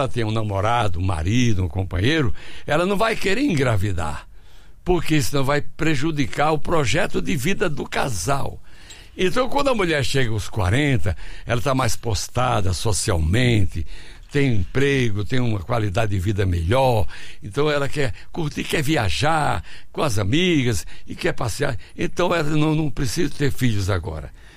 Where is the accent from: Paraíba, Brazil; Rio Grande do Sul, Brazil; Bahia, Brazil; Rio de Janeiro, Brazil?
Paraíba, Brazil; São Gonçalo; born there; lá na Paraíba, onde eu nasci, em São Gonçalo